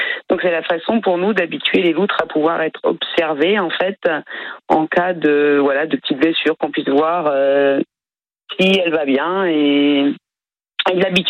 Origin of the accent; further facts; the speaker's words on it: Grand Est, France; Eh ben, je suis alsacienne, donc 100% chauvine.